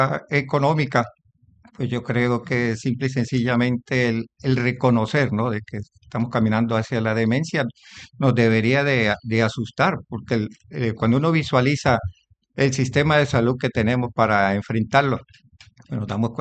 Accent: Colombia; now in Puerto Rico; mi país de origen, que es Colombia, pues me lleva a mí a reconocer, cuando he llegado a Puerto Rico

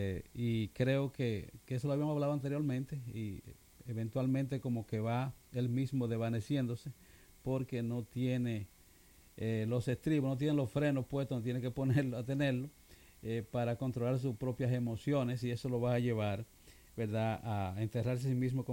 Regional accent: Dominican Republic; moved away; nosotros aquí, la comunidad dominicana, que siempre está pendiente de lo que está pasando en República Dominicana.

